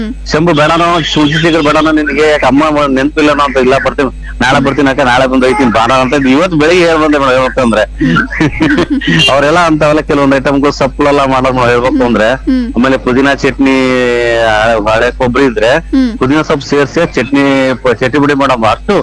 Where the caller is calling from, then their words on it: Karnataka, India; ನಾವು ಬಯಸಿಮೆ ಕಡೆಯವರು